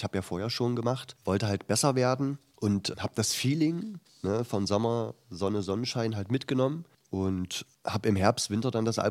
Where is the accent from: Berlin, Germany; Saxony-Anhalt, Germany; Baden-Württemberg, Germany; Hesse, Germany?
Saxony-Anhalt, Germany; Halle; Genau, ich lebe schon seit meiner Geburt hier sozusagen.